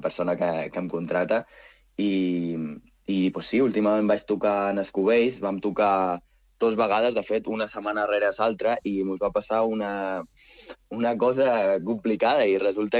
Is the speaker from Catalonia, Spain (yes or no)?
no; Jesús, Balearic Islands, Spain; Jo soc de Jesús.